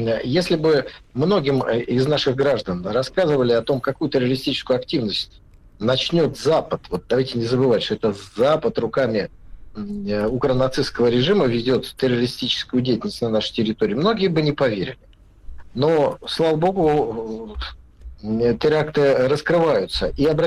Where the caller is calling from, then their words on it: Volgograd, Volgograd Oblast, Russia; Я приветствую вас из Волгограда, Сталинграда.